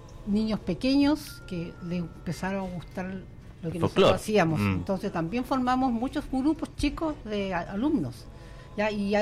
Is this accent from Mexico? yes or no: no; Los Lagos, Los Ríos, Chile; mi pueblo es Los Lagos.